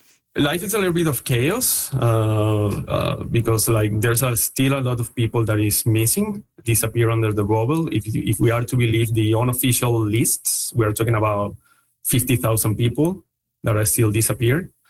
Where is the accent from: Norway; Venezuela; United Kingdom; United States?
Venezuela; for having me on your show and for giving me the opportunity to talk about this tragic event affecting my home country, Venezuela.